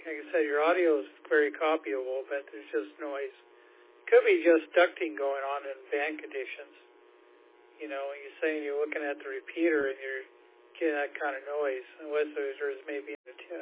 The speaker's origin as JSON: {"language": "English", "town": "Seattle", "region": "Washington", "country": "United States", "tie": "born or raised there", "moved": "as an adult", "lives_now": "San Francisco Bay Area, United States", "said": "I grew up in the Seattle area. I came down here in 1981, for a job with AT&T, and been here ever since."}